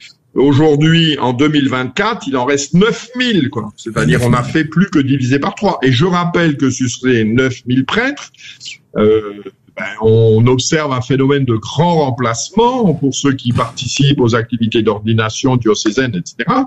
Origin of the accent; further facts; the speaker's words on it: Rennes, Brittany, France; je suis de Rennes